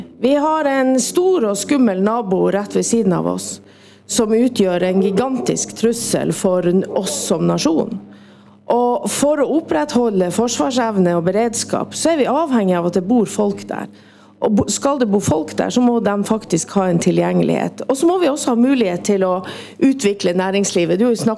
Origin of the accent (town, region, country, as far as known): Sørøya, Finnmark, Norway